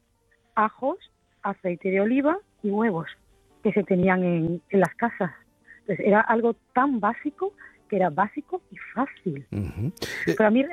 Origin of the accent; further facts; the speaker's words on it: Granada, Andalusia, Spain; Bueno, yo soy de Granada.